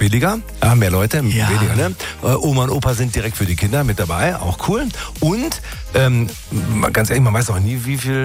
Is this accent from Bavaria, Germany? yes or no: no; Tübingen, Baden-Württemberg, Germany; Das also, fängt deprimierend an, wenn meine Heimatstadt Tübingen mir jetzt gerade in den Rücken fällt.